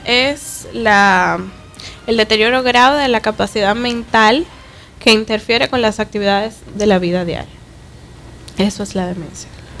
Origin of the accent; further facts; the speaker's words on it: Puerto Plata, Dominican Republic; cuando yo terminé la carrera de medicina, que vine aquí a mi pueblo a hacer la pasantía de ley